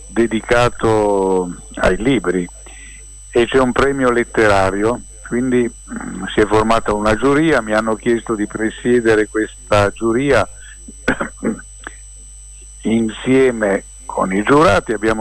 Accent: Cuneo, Piedmont, Italy; nella mia città natale a Cuneo

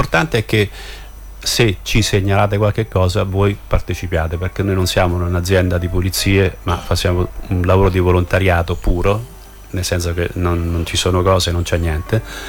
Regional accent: Emilia-Romagna, Italy; io sono cresciuto in Emilia Romagna

